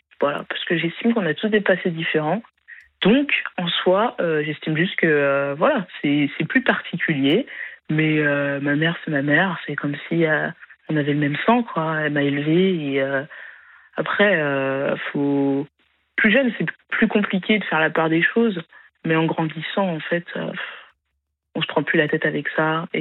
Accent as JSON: {"language": "French", "country": "France", "tie": "born there", "also_born_or_lived": "Haiti", "said": "là, je suis en France"}